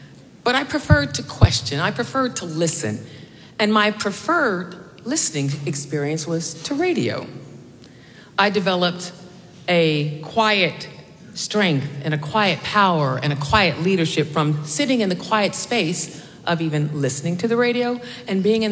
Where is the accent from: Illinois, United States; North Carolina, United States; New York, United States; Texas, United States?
North Carolina, United States; Salisbury; my hometown of Salisbury, North Carolina.